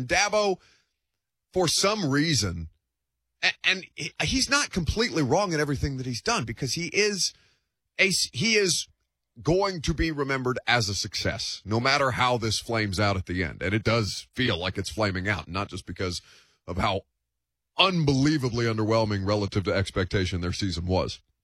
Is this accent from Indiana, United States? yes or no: yes; Indiana, United States; I'm from Indiana. I went to Indiana.